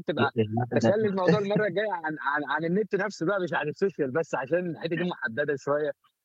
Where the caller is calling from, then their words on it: Monufia Governorate, Egypt; انا من المنوفيه